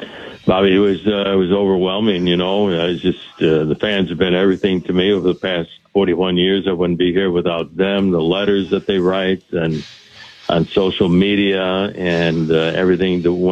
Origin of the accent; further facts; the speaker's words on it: Chicago, Illinois, United States; me growing up in Chicago and my favorite player, Louis Aparicio